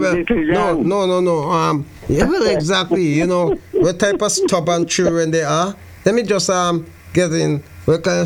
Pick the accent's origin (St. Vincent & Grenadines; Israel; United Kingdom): St. Vincent & Grenadines; moved away; the St. Vincent and the Grenadines, my hometown